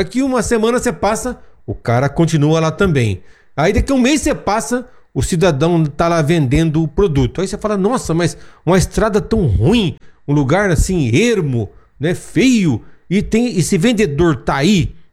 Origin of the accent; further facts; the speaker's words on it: Brazil; nós somos brasileiros e gostamos muito de futebol